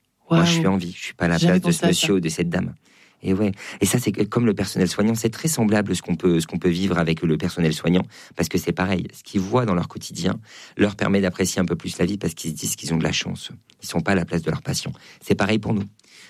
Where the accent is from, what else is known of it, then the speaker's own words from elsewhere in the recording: Auvergne-Rhône-Alpes, France; Moi, je viens d'Auvergne, c'est très très beau.